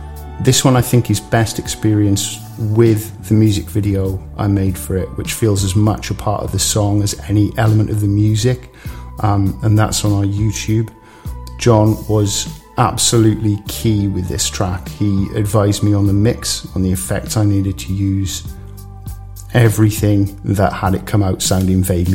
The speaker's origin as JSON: {"language": "English", "town": "Merthyr Tydfil", "region": "Wales", "country": "United Kingdom", "tie": "born or raised there", "said": "it's about Merthyr Tydfil, and it's about growing up in Wales. It's about growing up in a small town."}